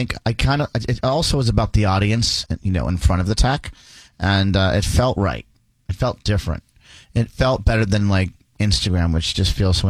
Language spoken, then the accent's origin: English; Newton, Massachusetts, United States; We grew up in Newton South High School.